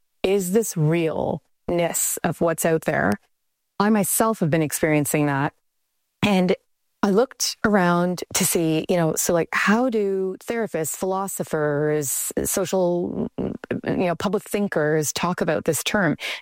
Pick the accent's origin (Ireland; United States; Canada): Canada; So I would have never thought, I'm a Canadian.